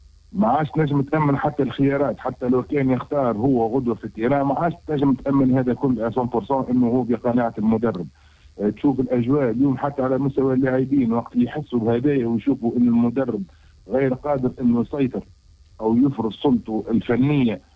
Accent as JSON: {"language": "Arabic", "country": "Tunisia", "said": "عندنا في تونس"}